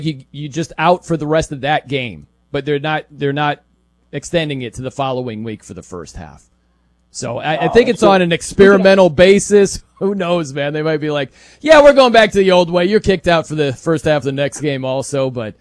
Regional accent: South Bend, Indiana, United States; I am from South Bend, Indiana. You know, proud American.

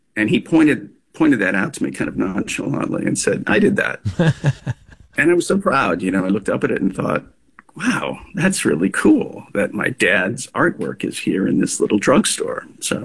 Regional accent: Rochester, New York, United States; born or raised there

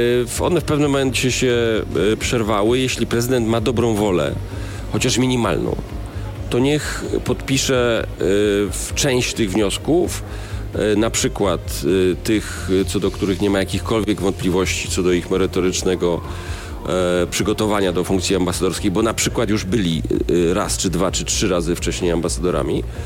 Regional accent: Greater Poland Voivodeship, Poland; zresztą ze wschodniej Wielkopolski, czyli z mojego regionu. Ja jestem Wielkopolaninem

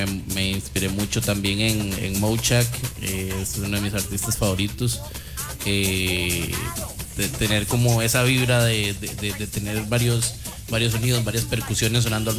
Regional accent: Guápiles, Limón, Costa Rica; moved away as an adult; also born or lived in Turrialba / Monterrey, Mexico; yo nací en Turrialba. Yo soy guapileño, nací en Turrialba, pero yo soy guapileño de toda la vida.

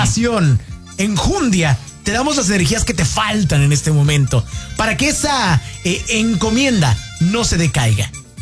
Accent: Mexico; Somos mexicanos.

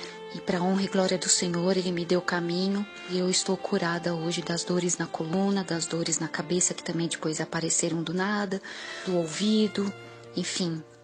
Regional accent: Santo André, São Paulo, Brazil; eu sou de Santo André.

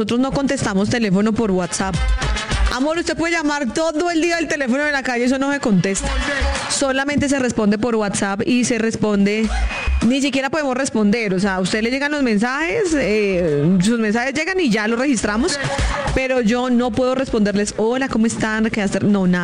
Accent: Boyacá, Colombia; yo soy boyacense.

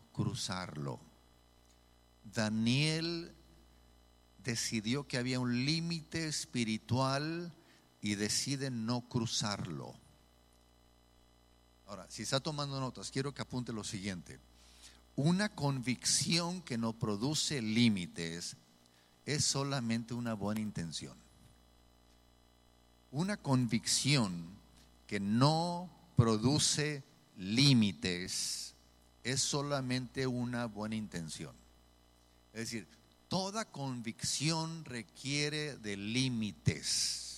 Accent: Monterrey, Nuevo León, Mexico; Y a nosotros, como regios

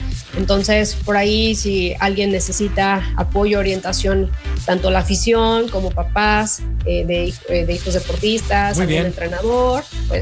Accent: Mexico

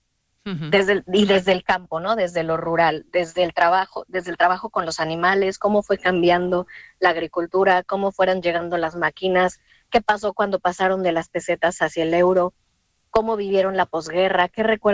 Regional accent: Mexico; now in Espronceda, Spain; Pues tal como lo dices, somos mexicanos los dos, y efectivamente llegamos aquí porque la familia de Benjamín tiene sus orígenes en Espronceda, en este pueblo en el que vivimos.

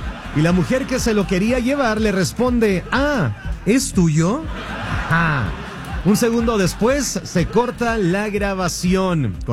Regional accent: Mexico; quiero aclarar algo realmente como mexicano.

